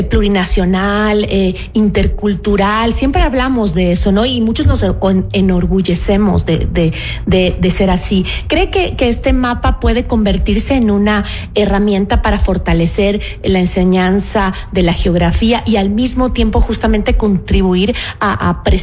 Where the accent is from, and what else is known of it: Ecuador